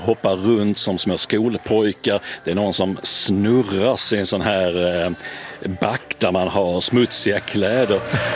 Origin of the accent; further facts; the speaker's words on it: Sweden; som svensk